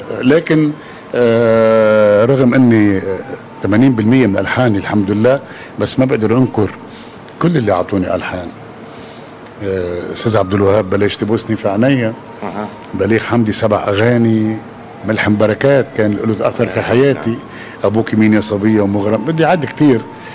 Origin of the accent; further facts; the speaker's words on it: Tripoli, North Governorate, Lebanon; أنا طرابلس لبنان